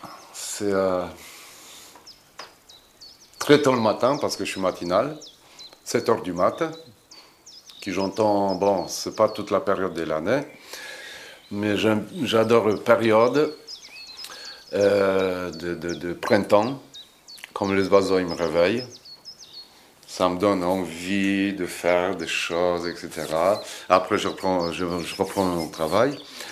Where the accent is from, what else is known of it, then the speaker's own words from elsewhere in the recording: Poland; French is a second language; now in France; Moi, j'ai quitté la Pologne comme c'était un beau pays, quand on était bon, il y a difficultés, communisme, mais on était vraiment.